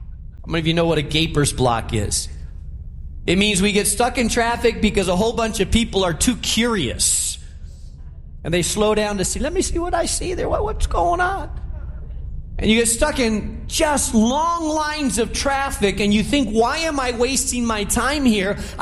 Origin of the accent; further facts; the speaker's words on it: Chicago, Illinois, United States; I mean, we're from Chicago, so we've all experienced, in the middle of a bad, bad winter, how your car gets stuck in an alley or in a parking space.